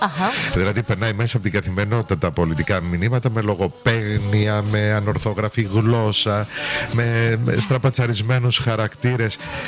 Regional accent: Greece

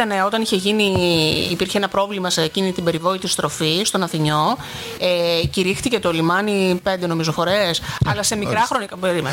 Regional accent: Davleia, Central Greece, Greece; γιατί έχουμε στη Δάβλια έχουμε και χοροδία.

